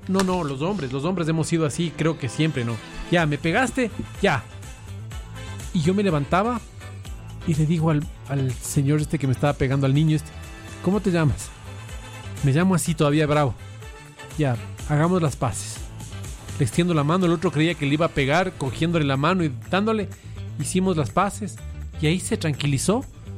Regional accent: Quito, Pichincha, Ecuador; Yo como quiteño era encantado, encantado.

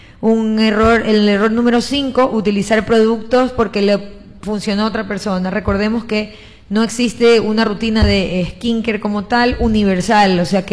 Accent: Manabí, Ecuador; hablando de nuestra alimentación como ecuatorianos como tal, ¿no? Nosotros, el problema nuestro, sobre todo los manabitas, tenemos demasiado consumo de carbohidratos.

